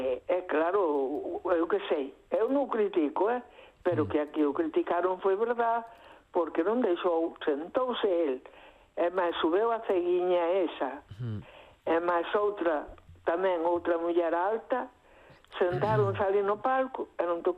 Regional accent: Galicia, Spain; Eu te vou dicir moitas cousas tamén, moitas cousas que se falan en galego, son galega, e me criei falando galego, non as entendo.

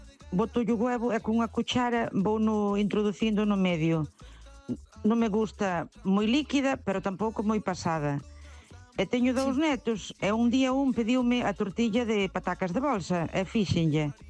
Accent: Laracha, Galicia, Spain

